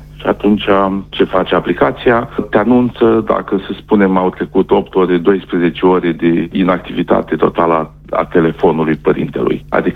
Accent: Suceava County, Romania; Când eram mic, mă ducea cu ea prin tot județul, eram din Suceava. Mă ducea prin tot județul Suceava

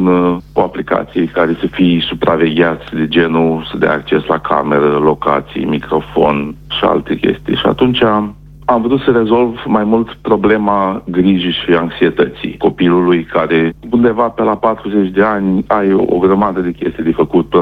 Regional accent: Suceava County, Romania; Când eram mic, mă ducea cu ea prin tot județul, eram din Suceava. Mă ducea prin tot județul Suceava

